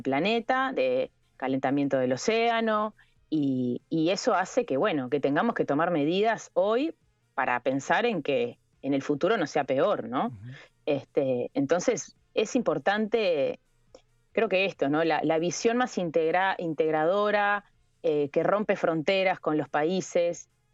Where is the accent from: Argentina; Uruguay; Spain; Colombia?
Uruguay; nosotros como uruguayos